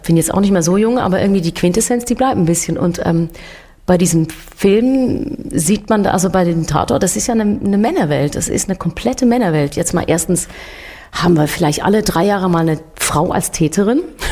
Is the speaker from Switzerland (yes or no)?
yes; Switzerland; es auch bei uns in der Schweiz jetzt gerade, blase ich mich gerne mal auf, weil wir Schweizer sind ja sonst so bescheiden und sagen immer, ja.